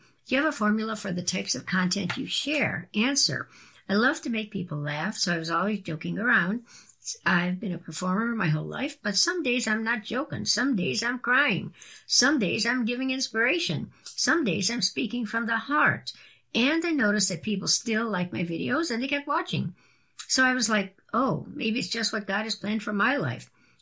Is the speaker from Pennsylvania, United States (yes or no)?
no; North Carolina, United States; accent: North Carolina; now in Los Angeles, United States; I had been in L.A. pursuing acting for so long, taking dialect classes, you know, trying to make my North Carolina accent not as noticeable.